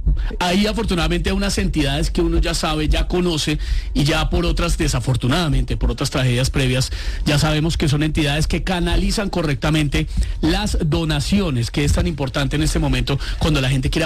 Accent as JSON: {"language": "Spanish", "country": "Colombia", "said": "esta tragedia que estamos afrontando como colombianos"}